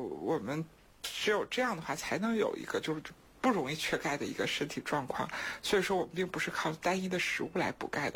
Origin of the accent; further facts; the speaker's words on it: China; 我们中国人